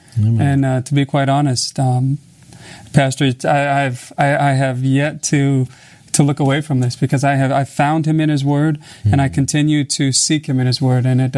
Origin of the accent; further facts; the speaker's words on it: Minnesota, United States; We have a four-year-old son named Josiah, and we come from Minnesota.